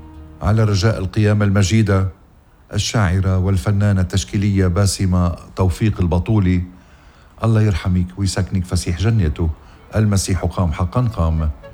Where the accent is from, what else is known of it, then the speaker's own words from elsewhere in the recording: Ghazir, Keserwan-Jbeil, Lebanon; بنت ضيعتي غزير